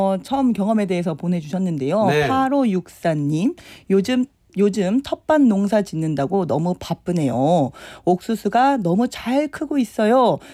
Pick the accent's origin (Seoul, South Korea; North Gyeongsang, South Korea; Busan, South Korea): Seoul, South Korea; born there; 근데 잘 안 믿어요. 사대문 안에서 태어났기 때문에.